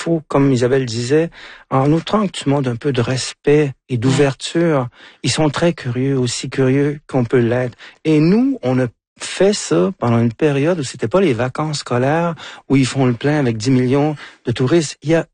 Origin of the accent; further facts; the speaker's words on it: Quebec, Canada; Sauf que maintenant, j'y vais en tant que Québécois